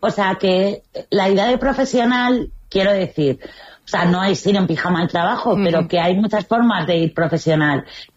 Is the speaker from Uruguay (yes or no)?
no; Spain; Mi horterismo no lo veo tan hortera porque yo soy española